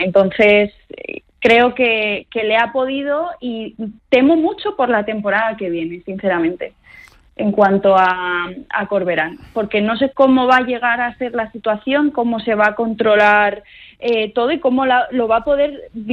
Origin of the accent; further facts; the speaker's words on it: Chiva, Valencian Community, Spain; Yo soy de Chiva, es del pueblo de al lado, y sí que le conocía.